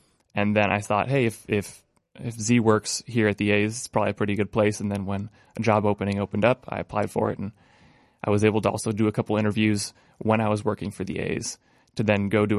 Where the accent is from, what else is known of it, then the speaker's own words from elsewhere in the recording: Redding, California, United States; also born or lived in Arcata, California; I was raised in Reading, moved to Reading when I was four, but always came back every summer